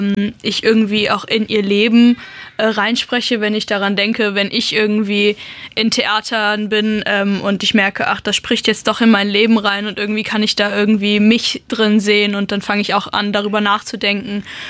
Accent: Luxembourg; moved away as an adult; now in Mainz, Germany; ich komme ja ursprünglich aus Luxemburg

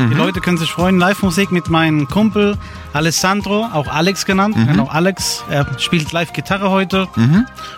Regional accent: Sicily, Italy; moved away; Sizilien, ja.

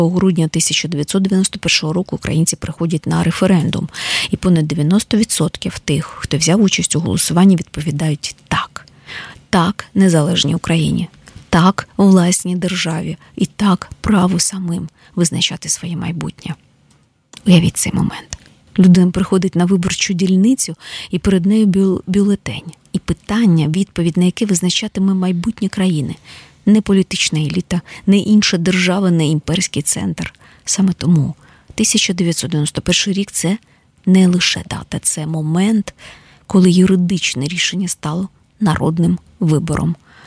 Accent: Kyiv, Ukraine; я киянка, і я можу говорити про Київ.

